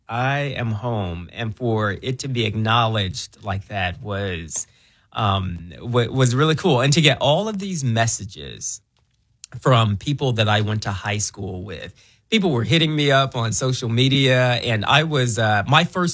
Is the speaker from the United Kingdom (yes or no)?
no; Memphis, Tennessee, United States; moved away as an adult; also born or lived in Orlando, Florida; I grew up in Memphis. Memphis raised me, but I've already lived there.